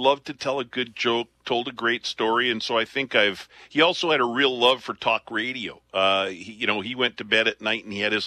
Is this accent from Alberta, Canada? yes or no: yes; Picture Butte, Alberta, Canada; also born or lived in Lethbridge; But Picture Butte is where I was born in Lethbridge, grew up, raised in Picture Butte. First 5 or 6 years of my life, I was on a sugar beet farm.